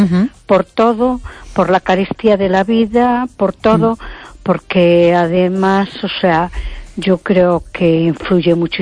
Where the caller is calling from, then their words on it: A Coruña, Galicia, Spain; de Coruña.